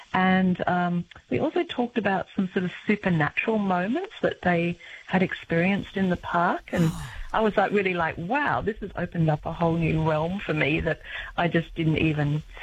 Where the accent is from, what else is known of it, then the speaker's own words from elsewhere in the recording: Queensland, Australia; born there; I was born near the Big Pineapple in Queensland and I've gone past that not-so-big banana in Coffs Harbour so many times.